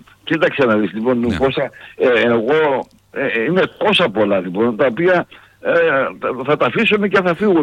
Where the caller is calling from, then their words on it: Naousa, Central Macedonia, Greece; Από ένα χωριό της Άουσας είμαι.